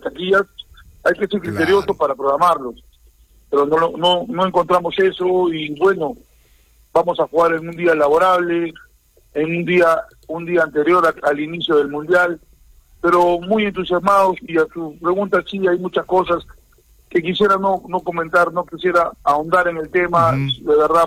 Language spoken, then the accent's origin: Spanish; Tacna, Peru; Yo como tacneño y persona que amo mi tierra